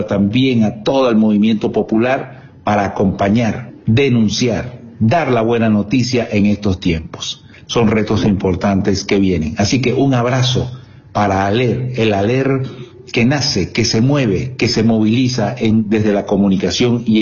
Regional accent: Venezuela

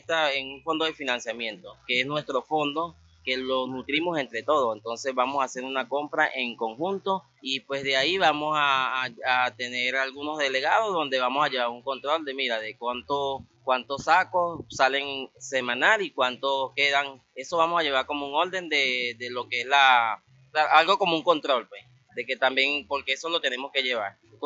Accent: Portuguesa, Venezuela; porque somos del Estado Portuguesa. Nosotros somos del Estado Portuguesa que pertenecemos a la zona Lara.

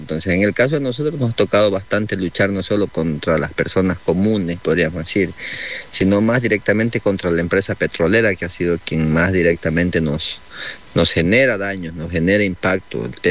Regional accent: Ecuador

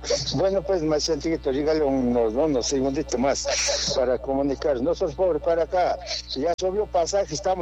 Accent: Cotopaxi, Ecuador; de mi tierra, de Chiñalo Alto

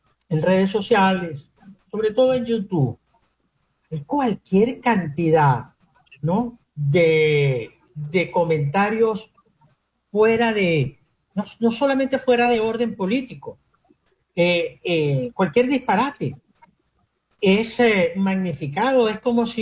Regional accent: Venezuela; somos, por supuesto, venezolanos

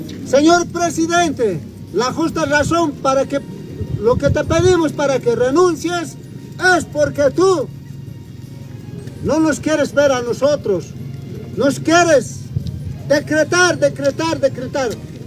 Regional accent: Potosí, Bolivia; como buenos coromeños, nos encontramos en la carretera Oruro Uyune, lugar llamado Cruce Coroma. Aquí nos encontramos todo el distrito municipal originario de Coroma

